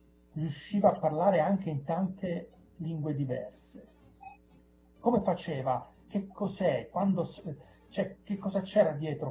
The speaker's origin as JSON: {"language": "Italian", "region": "Calabria", "country": "Italy", "lives_now": "Perugia, Italy", "said": "Io per anni ho vissuto un San Francesco di Paola, perché sono calabrese come lo siete voi. Adesso da qualche anno sono in Umbria, a Perugia"}